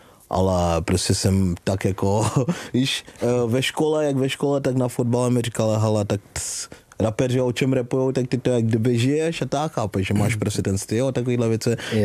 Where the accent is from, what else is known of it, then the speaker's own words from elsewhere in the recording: Zambia; also born or lived in Králův Dvůr; now in Czech Republic; To už jsem jezdil z Berouna, z Králova dvora, jakoby kde, odkud jsem, nebo kam jsem se přesunul z Afriky, ze Zambie, tak to už jsem tady byl na střední škole.